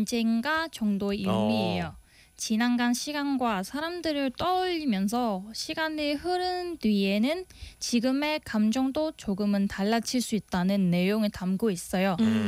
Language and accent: Korean; Vietnam; Korean is a second language; moved away as an adult; now in Ulsan, South Korea; 저는 베트남에서 온 … 한국에서 4년 동안 생활하면서 한국어와 한국 문화를 많이 배웠고